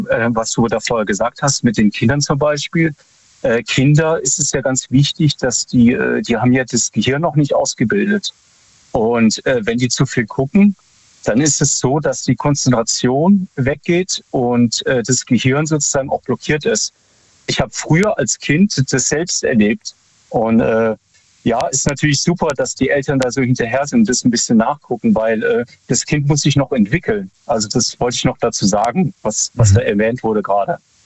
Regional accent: Freiburg, Baden-Württemberg, Germany; hallo, ich bin aus Freiburg.

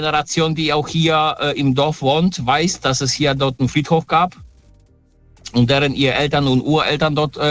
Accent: Poland; now in Germany; Ich komme ursprünglich aus Polen, also ich bin gebürtig in Polen.

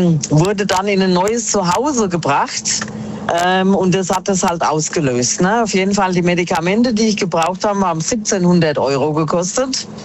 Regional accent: Miltenberg, Bavaria, Germany; Ja, ich komme aus dem Raum Miltenberg.

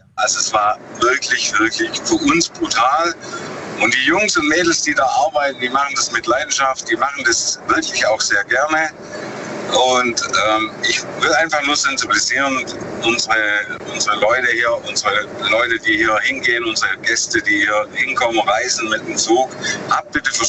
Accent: Lenningen, Baden-Württemberg, Germany; Ich bin aus Lenningen.

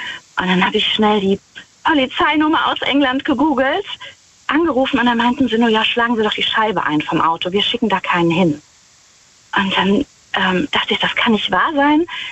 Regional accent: Rhineland-Palatinate, Germany; Ich fahre gleich an der Abtei Immeroth vorbei. Ich bin aus der Nähe von Wittlich.

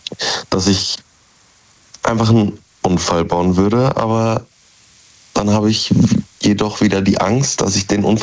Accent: North Rhine-Westphalia, Germany; Nähe Dortmund.

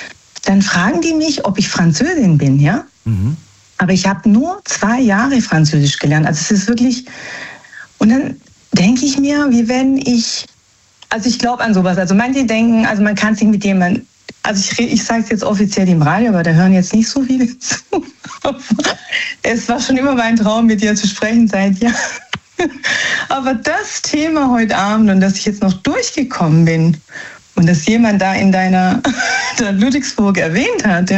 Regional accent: Naples, Campania, Italy; Also wir sind Frankreich-Fan, aber wir sind eigentlich Italiener, also aus Neapel, wir stammen aus Neapel.

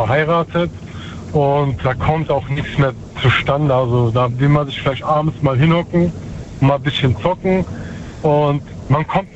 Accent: Schwetzingen, Baden-Württemberg, Germany; also ich komme aus Schwetzing.

